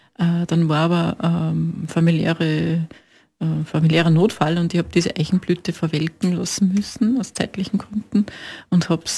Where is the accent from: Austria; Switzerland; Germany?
Austria; Upper Austria; Ich komme aus der Nähe von Wels, Oberösterreich